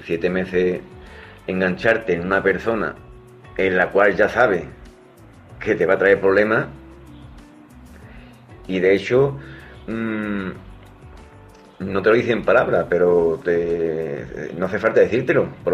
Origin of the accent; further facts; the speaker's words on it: Andalusia, Spain; Corresponsales … desde Huelva. A ver, lo primero es pedir disculpas. Por si mi acento y pronunciación, yo que soy de un pueblo cerraillo de Huelva, pues no pronuncio algunas cosas bien o muy rápido